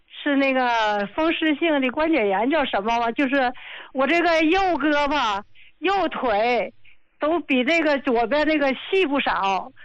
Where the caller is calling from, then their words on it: Qinhuangdao, Hebei, China; 我是秦皇岛的。